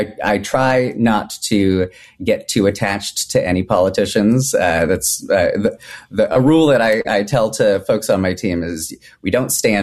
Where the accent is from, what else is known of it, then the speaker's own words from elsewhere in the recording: California, United States; Growing up in California, too, I was there